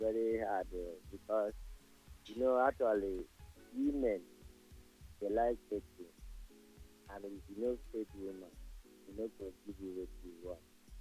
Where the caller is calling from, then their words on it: Ifako, Lagos, Nigeria; I'm calling from Ifakor.